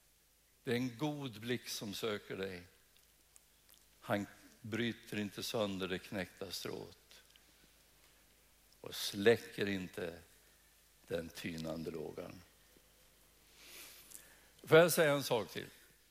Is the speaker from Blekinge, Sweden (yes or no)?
no; Sala, Västmanland County, Sweden; Jag är från Sala, jag bor i Sala.